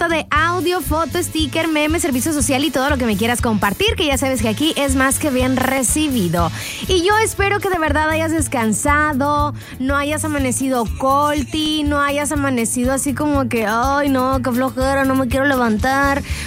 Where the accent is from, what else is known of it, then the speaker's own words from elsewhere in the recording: Navojoa, Sonora, Mexico; saludos desde Navojoa, Sonora, mi pueblo querido. Mira nomás, así está el clima en Navojoa.